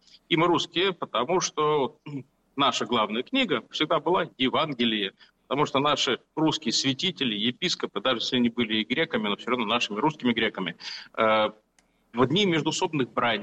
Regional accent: Russia

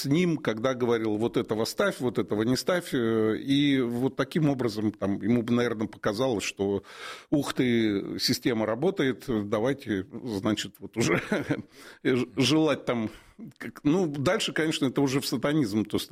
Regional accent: Siberia, Russia; Ермак – это вот я из Сибири родом, и Ермак Тимофеевич, значит, как-то открывал эту Сибирь

